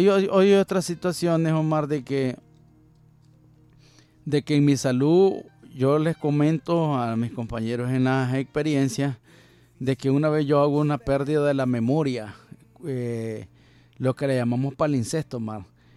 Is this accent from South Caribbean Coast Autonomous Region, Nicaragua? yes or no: no; La Concepción, Masaya, Nicaragua; moved away; hasta mi ciudad natal, La Concepción